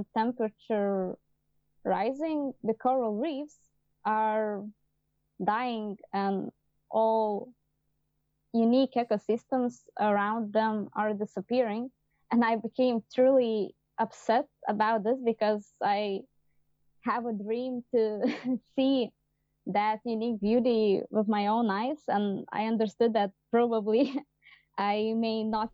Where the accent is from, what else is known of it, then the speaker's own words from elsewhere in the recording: Vilnius, Vilnius County, Lithuania; English is a second language; So, hello everyone. … I am animals and nature lover, and also I am a climate activist from Lithuania, Vilnius.